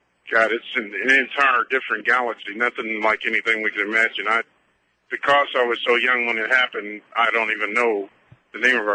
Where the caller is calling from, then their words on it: Indiana, United States; on this planet, I'm from Indiana.